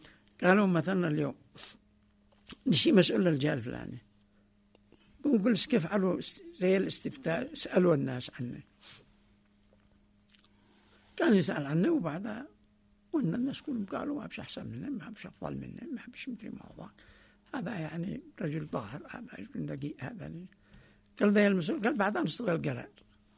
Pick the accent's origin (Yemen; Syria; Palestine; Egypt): Yemen; نحن بلد حضاري ومتمدن وبلد زراعي مستقر تمام. فاليمن الأصل فيها أنها بلد زراعي